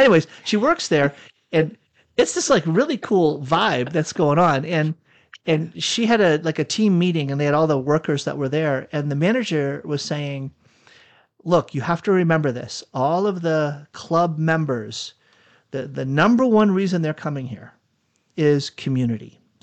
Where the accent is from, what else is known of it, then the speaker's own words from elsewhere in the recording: Boston, Massachusetts, United States; Humidity, growing up in Boston, the humidity was horrific.